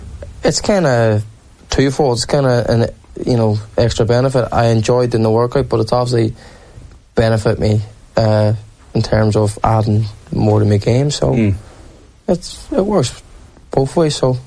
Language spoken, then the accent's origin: English; Derry, Northern Ireland, United Kingdom; Growing up in Derry as well, where like all my mates were drinkers from an early age